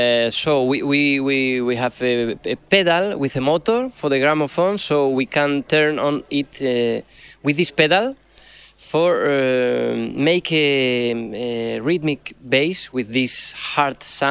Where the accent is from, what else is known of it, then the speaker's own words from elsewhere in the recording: Galicia, Spain; I came from Galicia and I play an old instrument, the hurdy-gurdy.